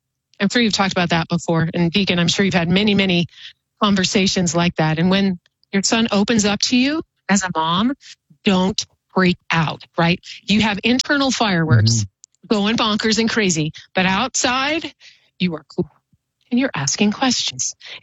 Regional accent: Oregon, United States; now in Boise, Idaho, United States; I grew up in Oregon and didn't know that Idaho exists.

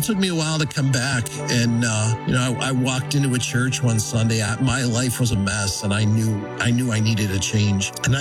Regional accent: Marilla, New York, United States; I'm from Marilla, New York. So I grew up Catholic, cradle Catholic.

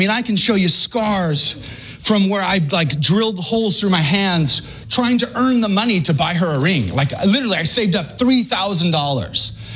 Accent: Scotland, United Kingdom; You see, I'm from Scotland. I have Scottish background. So we call it a kilt.

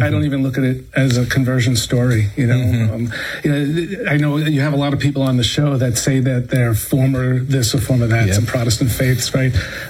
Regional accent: Brooklyn, New York, United States; where I grew up in Brooklyn, I grew up in a neighborhood that was 99% Jewish, right?

